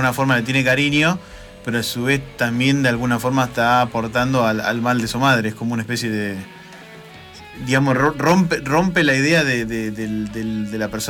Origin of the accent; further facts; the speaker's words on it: Argentina; nosotros como argentinos